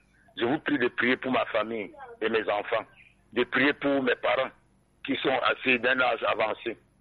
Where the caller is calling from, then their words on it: Cameroon; mon très cher et beau pays, le Cameroun.